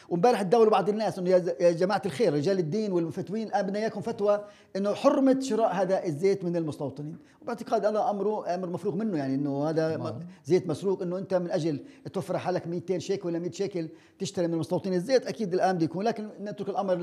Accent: Nablus, West Bank, Palestine; عندنا بنابلس

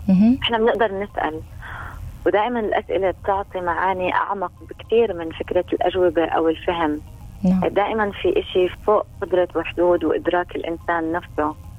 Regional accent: Palestine; يعني زهقنا كفلسطينيين

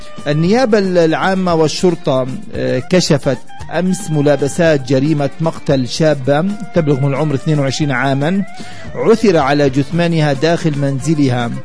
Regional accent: Palestine; حياتنا كفلسطينيين

